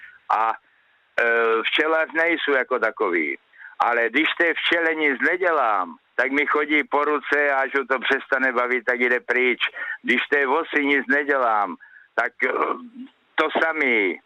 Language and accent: Czech; Machová, Zlín Region, Czechia; Rodák z Machové.